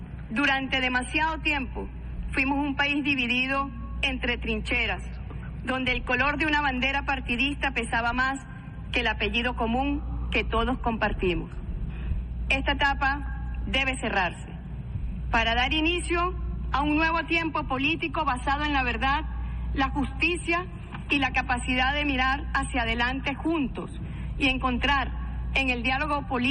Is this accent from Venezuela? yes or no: yes; Venezuela; Como una hija más de Venezuela